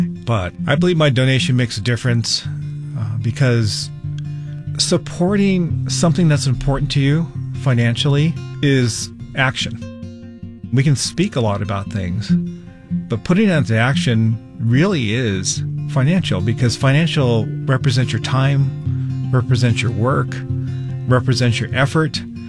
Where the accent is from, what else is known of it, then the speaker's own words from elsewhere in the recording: Holiday, Utah, United States; I'm from Holiday, Utah.